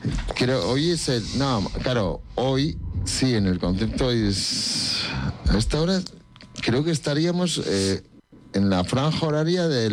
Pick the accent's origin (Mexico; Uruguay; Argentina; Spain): Spain; así como españoles.